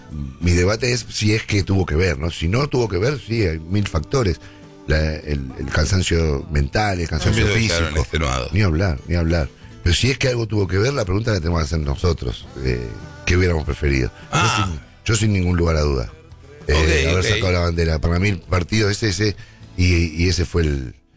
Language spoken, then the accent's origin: Spanish; Argentina; nosotros como argentinos